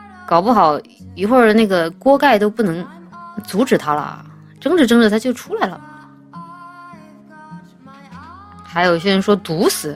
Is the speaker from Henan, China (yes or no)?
no; Chongqing, China; 我是重庆人嘛